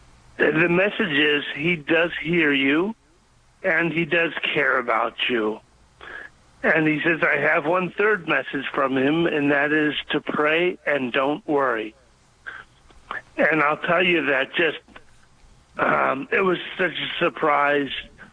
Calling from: Dallas, Texas, United States; accent: Southern

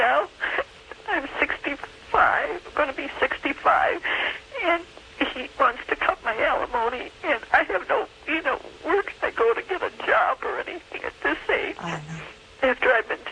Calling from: Ohio, United States

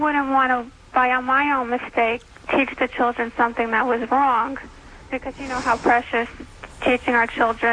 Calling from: New Jersey, United States; I'm from New Jersey.

